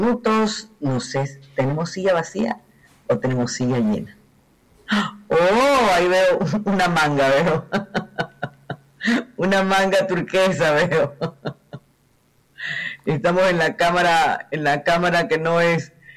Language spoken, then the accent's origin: Spanish; Ecuador; como ecuatorianos también tenemos objetivos nacionales